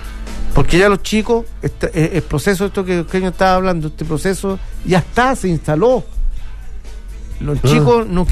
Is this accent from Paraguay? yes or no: no; Chile